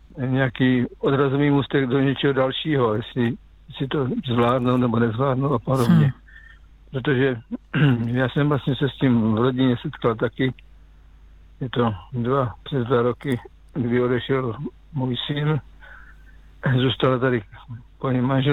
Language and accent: Czech; Žeravice, South Moravian Region, Czechia; born or raised there; also born or lived in Kopřivnice